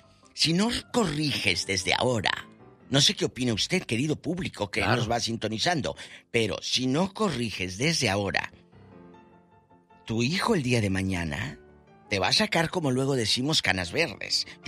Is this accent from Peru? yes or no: no; northern Mexico, Mexico; los norteños que hacemos nosotros